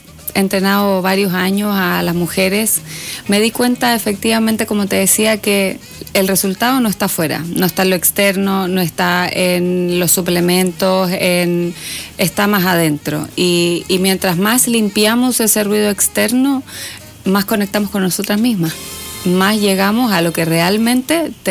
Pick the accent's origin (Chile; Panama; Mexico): Chile; Santiago, Santiago Metropolitan Region; now in La Serena, Chile